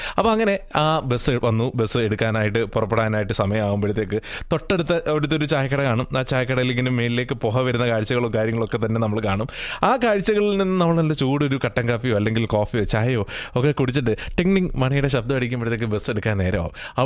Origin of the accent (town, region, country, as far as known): Kerala, India; also born or lived in Changanassery / Kuttikkanam, Idukki